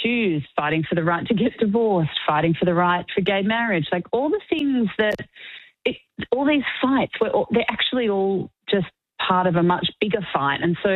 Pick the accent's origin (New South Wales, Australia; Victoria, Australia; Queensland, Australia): Victoria, Australia; Melbourne; Although I grew up in Melbourne